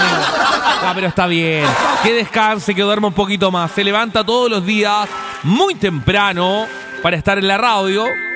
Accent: Valdivia, Los Ríos, Chile; born there; saludos para Valdivia, mi ciudad natal.

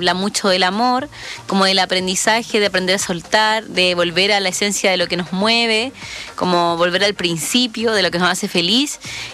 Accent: Puerto Montt, Los Lagos, Chile; now in Barcelona, Spain; mañana estaré en Puerto Montt, mi tierra.

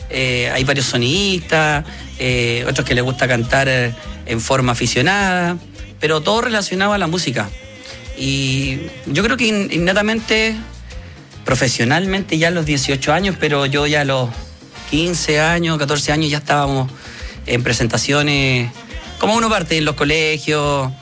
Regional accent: Santiago, Santiago Metropolitan Region, Chile; now in Lampa, Chile; De la región metropolitana, Santiago. Santiago, sí. Hoy en día resido en la comuna de Lampa, pero fui nacido y criado en Quinta Normal.

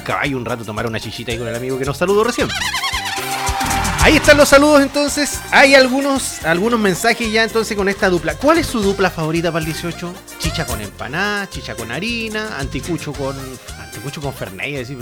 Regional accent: Puerto Montt, Los Lagos, Chile; moved away; Allá en Puerto Montt le decimos pinatras.

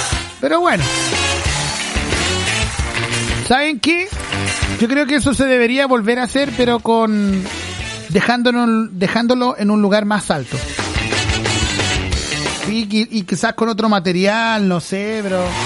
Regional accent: Chile; como buen chileno, ¿no?

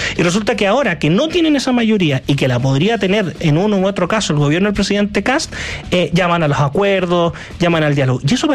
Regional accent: Chile

